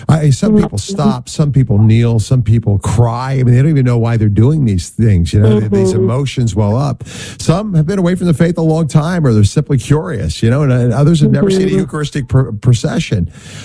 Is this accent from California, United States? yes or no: no; Pennsylvania, United States; Pennsylvania is my home state. I was born and raised outside of the Philadelphia area.